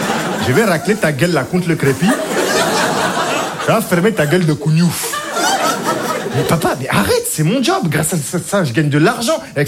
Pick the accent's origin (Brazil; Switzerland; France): France; Clermont-Ferrand, Auvergne-Rhône-Alpes; je comprends pas d'où me vient cet accent, là. Je suis de Clermont-Ferrand, moi, là-bas, il y a pas de...